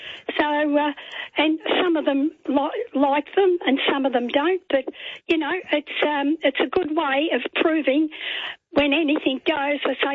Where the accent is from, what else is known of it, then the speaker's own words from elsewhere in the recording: Dandenong, Victoria, Australia; from Dandenong, and I'm 90.